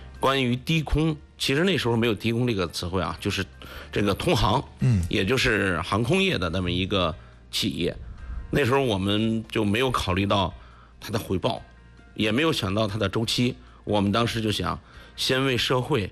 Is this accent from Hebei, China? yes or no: yes; Yongqing, Hebei, China; 因为我的家乡是这个廊坊永清嘛，我们在开始起初在北京做这些事情